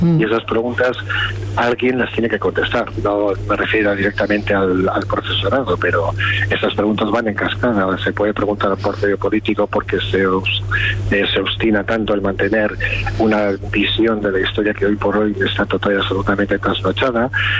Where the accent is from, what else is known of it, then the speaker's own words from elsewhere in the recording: Basque Country, Spain; yo provengo del País Vasco.